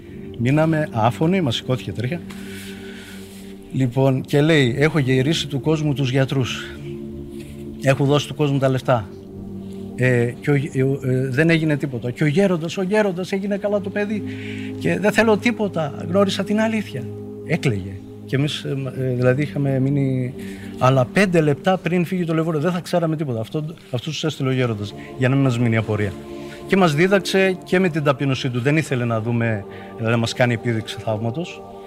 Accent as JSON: {"language": "Greek", "country": "Greece"}